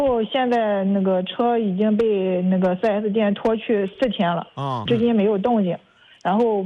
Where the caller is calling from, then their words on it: Qingdao, Shandong, China; 我是青岛的。